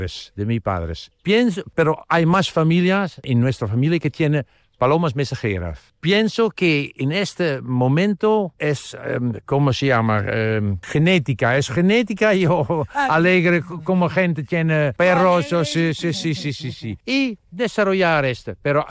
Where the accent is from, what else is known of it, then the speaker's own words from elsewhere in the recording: North Brabant, Netherlands; Spanish is a second language; Ahora vivimos en Limde. Es alrededor, es entre Eindhoven y 's-Hertogenbosch. Es en el sur de Holanda.